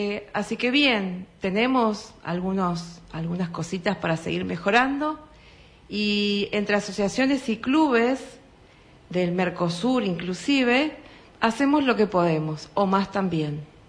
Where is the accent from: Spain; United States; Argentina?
Argentina; Chubut; más siendo patagónica, chubutense